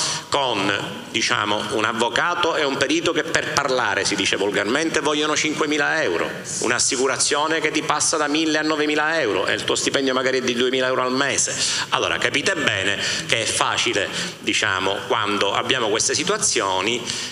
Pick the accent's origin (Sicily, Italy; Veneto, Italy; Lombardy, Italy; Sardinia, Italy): Sicily, Italy; sono siciliano